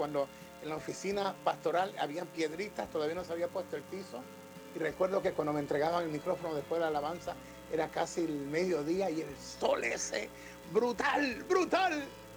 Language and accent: Spanish; Ecuador; now in Panama; yo soy de Ecuador, yo sé lo que es calor.